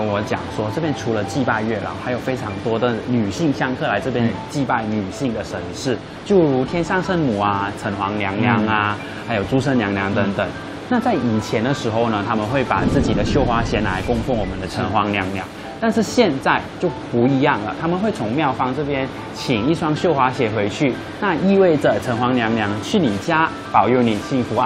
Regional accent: Malaysia; now in Taiwan; 我本身是马来西亚的学生。

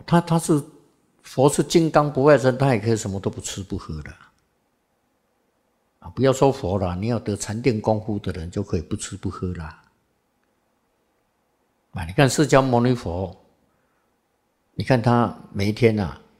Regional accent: Xizhi, New Taipei, Taiwan; born there; 因为我是在北部出生的。我在汐止出生的嘛，那个体质又适合这里的气候、土壤啊

